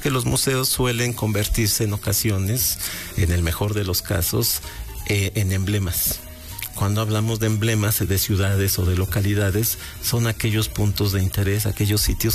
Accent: Puebla, Mexico; Ahora, como poblanos, pensemos

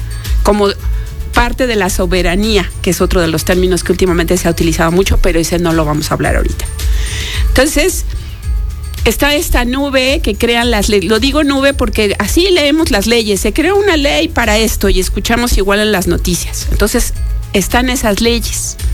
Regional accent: Mexico; nuestro país, nuestro México

